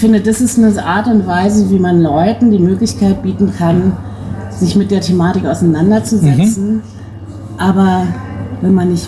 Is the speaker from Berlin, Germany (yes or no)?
yes; Berlin, Germany; moved away; ich komme ursprünglich aus Berlin